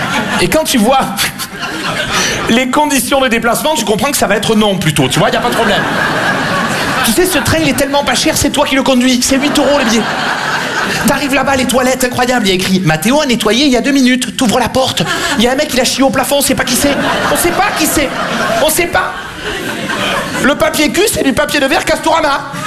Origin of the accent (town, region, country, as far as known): Marseille, Provence-Alpes-Côte d'Azur, France; born or raised there